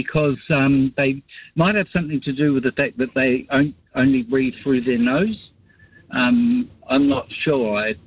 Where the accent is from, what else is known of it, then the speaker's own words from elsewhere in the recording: Lower Hutt, Wellington, New Zealand; I grew up in Lower Hutton, Wellington.